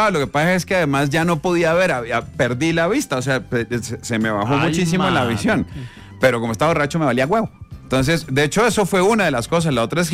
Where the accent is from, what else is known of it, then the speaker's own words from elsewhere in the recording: Santa Marta, Magdalena, Colombia; yo crecí en Santa Marta.